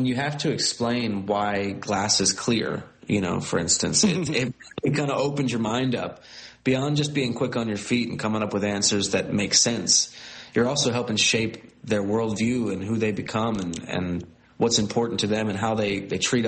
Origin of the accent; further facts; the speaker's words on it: New Jersey, United States; Well, as I mentioned, we grew up in Jersey and, you know, been lifelong Giant